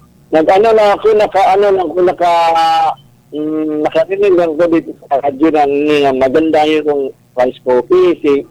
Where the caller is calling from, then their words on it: Surigao City, Caraga, Philippines; Taga-Surigao ako, Surigao City.